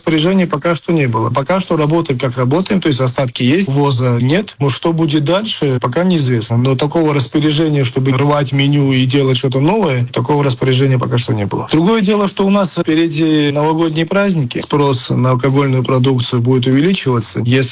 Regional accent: Moscow, Russia; Я московский грузин. Я столько в этой стране научился

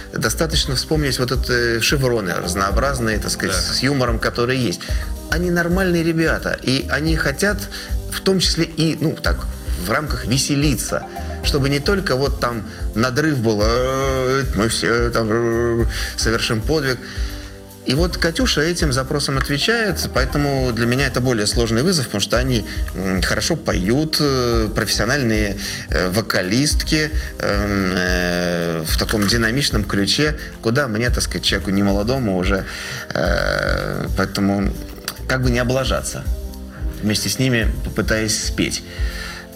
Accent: Saint Petersburg, Russia; Но при этом я коренной ленинградец. Папа у меня ребенок блокадного Ленинграда был, бабушка блокаду пережила.

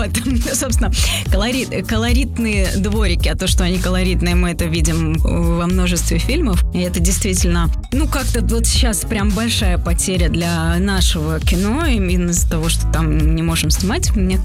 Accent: Odesa, Odesa Oblast, Ukraine; Изначально я родилась на Молдаванке, прожила там юность свою.

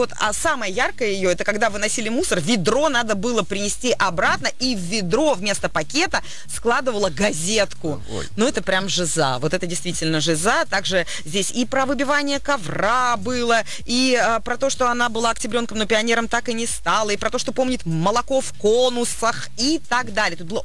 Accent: Saint Petersburg, Russia; Я переехала из Ленинграда в Санкт-Петербург в 10 лет. Из Ленинграда в Санкт-Петербург.

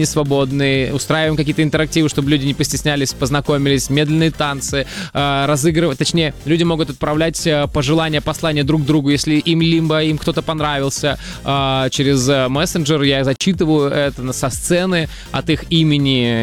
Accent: Barnaul, Altai Krai, Russia; Начинаю с моего родного города, Барнаул

